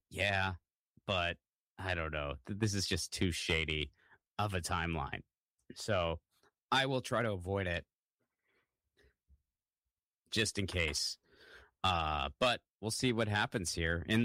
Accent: Pittsburgh, Pennsylvania, United States; this is an interesting tweet from Pittsburgh protests. Shout out to my hometown.

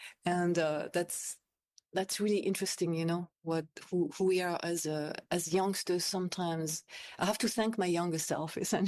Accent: France; also born or lived in United Kingdom; now in New York, United States; And I didn't really love growing up in France either. And I remember arriving in New York and feeling, oh, I have found my place.

